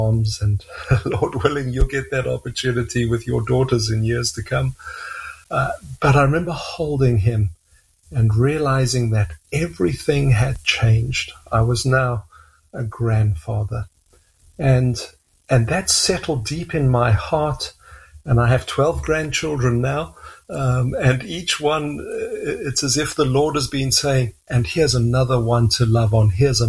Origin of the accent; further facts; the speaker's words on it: South Africa; accent: South African; moved away as an adult; also born or lived in London, England; now in Canada; I was born in London, England, a Scottish father, an English mother. And when I was a child, we emigrated to South Africa, and that's my accent. I lived in South Africa for 25 years.